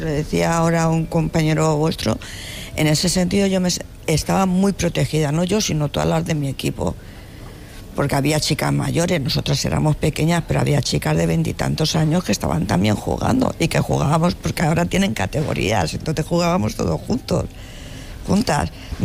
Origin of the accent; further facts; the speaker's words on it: Madrid, Community of Madrid, Spain; Yo soy de Prosperidad. Y nos íbamos a jugar, que antes era todo campo, cuando yo era pequeña era todo campo, era Clara del Rey, Corazón de María.